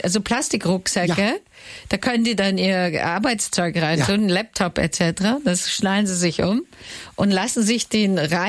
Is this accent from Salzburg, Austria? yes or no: no; Vienna, Austria; now in Hamburg, Germany; wir sind beide Österreicherin